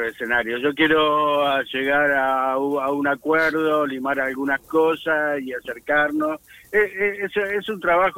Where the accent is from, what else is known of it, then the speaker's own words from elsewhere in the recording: Buenos Aires, Argentina; moved away; yo soy de Buenos Aires también.